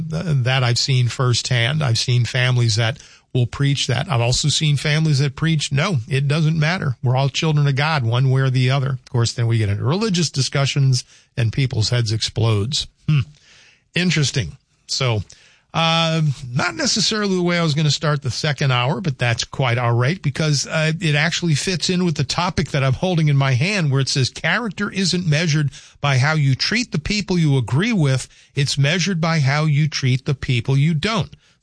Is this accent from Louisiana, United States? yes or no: yes; New Orleans, Louisiana, United States; Yeah, growing up in New Orleans was certainly a different experience from the rest of the Deep South.